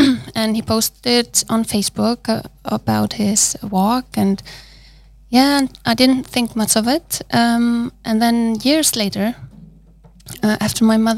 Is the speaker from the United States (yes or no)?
no; Iceland; I'm from Iceland, as we have established.